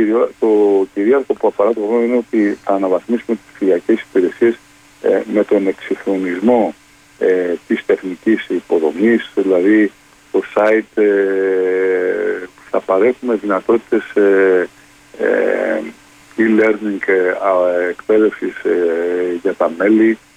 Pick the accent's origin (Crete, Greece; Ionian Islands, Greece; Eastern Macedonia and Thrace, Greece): Eastern Macedonia and Thrace, Greece; Kavala; θα μιλήσω και ως Καβαλιώτης.